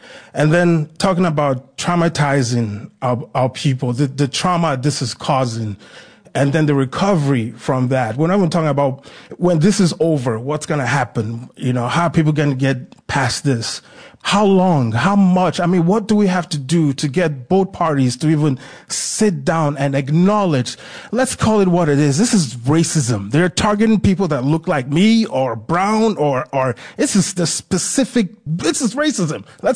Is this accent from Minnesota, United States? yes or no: yes; West St. Paul, Minnesota, United States; I'm from West St. Paul, Minnesota.